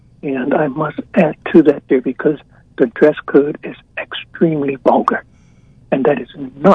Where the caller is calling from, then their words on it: Bermuda; No, we just have to be Bermudians